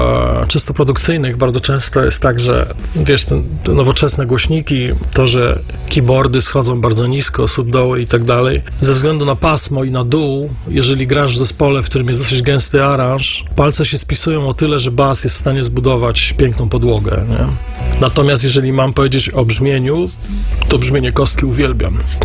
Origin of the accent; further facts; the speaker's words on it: Silesian Voivodeship, Poland; ja pamiętam, że ponieważ jestem ze Śląska, bywałem czasami na dżemach.